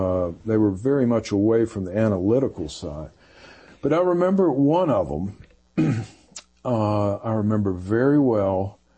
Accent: the South, United States; I grew up in the South.

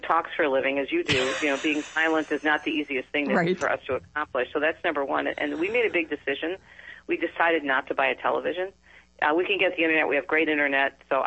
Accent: Detroit, Michigan, United States; born or raised there

